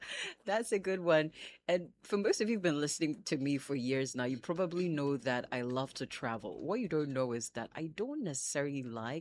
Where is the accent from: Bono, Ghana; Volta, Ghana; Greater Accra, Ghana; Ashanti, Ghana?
Greater Accra, Ghana; Dansoman; So I grew up in Dansoman.